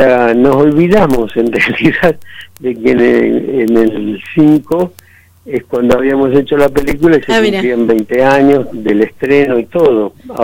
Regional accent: Córdoba, Argentina; also born or lived in Buenos Aires; porque yo soy de Córdoba y viví en Buenos Aires de chico, y se hablaba de ese vasco que había existido

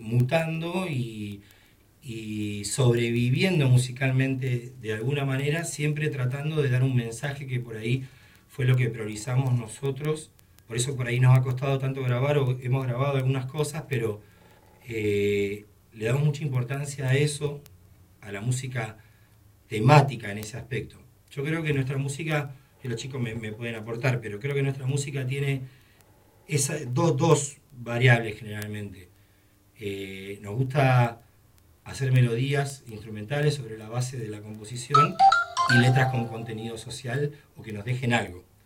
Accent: Río Turbio, Santa Cruz, Argentina; moved away; mi abuelo guitarreaba. Somos de Río Turbio nosotros.

